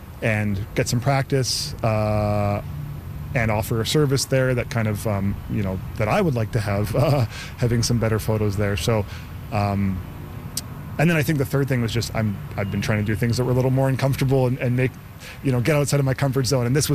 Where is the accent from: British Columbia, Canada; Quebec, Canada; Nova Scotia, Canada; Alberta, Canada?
British Columbia, Canada; Victoria; I grew up here in Victoria